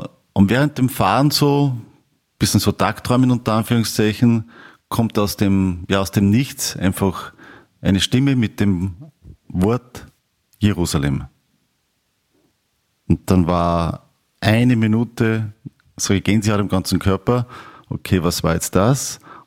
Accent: Arbing, Upper Austria, Austria; Ich komme aus Arbing in Oberösterreich, Bezirk Berg. Bin jetzt 55 Jahre.

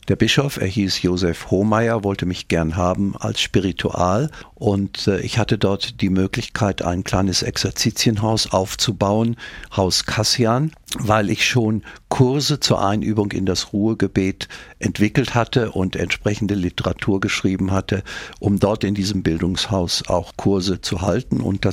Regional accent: Rheine, North Rhine-Westphalia, Germany; was ist der Ort, der am weitesten von meinem Heimatort Rheine im Münsterland entfernt ist, wo man noch Deutsch spricht.

